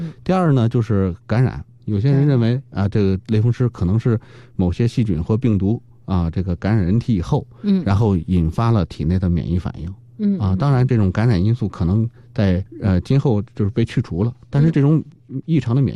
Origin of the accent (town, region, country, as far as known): China